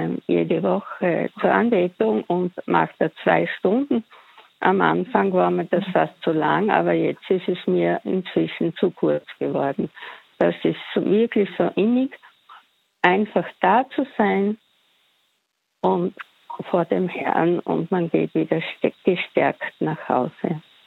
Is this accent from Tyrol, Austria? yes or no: no; Styria, Austria; Lukas, wir kennen uns, Herr Kaplan. Ich bin aus der Steiermark.